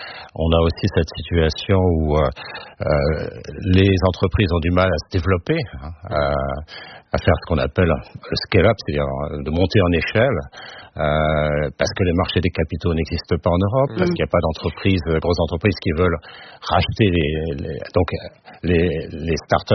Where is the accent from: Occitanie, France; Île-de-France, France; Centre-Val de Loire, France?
Occitanie, France; Toulouse; Enfin, je suis toulousain quand même.